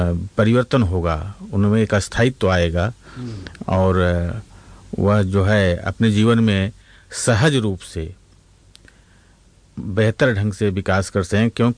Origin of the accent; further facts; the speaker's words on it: Jaunpur, Uttar Pradesh, India; जौनपुर उत्तर प्रदेश का रहने वाला हूँ।